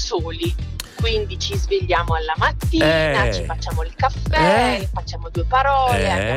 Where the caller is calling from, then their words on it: Arabba, Veneto, Italy; da Arabba.